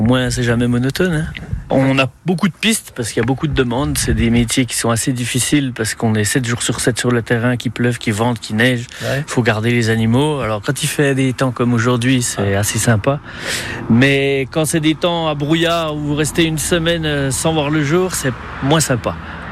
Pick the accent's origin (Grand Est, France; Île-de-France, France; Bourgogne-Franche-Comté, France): Bourgogne-Franche-Comté, France; Mantoche; moved away as an adult; also born or lived in Besançon; now in Longeville-Mont-d'Or, France; Besançon. Côté de Besançon, après, je suis originaire de Haute-Saône, moi, donc je suis vraiment du cru de la Franche-Comté, moi. Côté de Grès, enfin, les petits coins Mantoche.